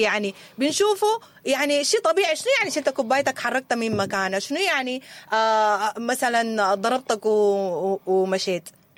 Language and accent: Arabic; Sudan; قعدت يعني عاين كده فينا نحن كشعب سوداني، خاصه مع الظروف المره على البلد دي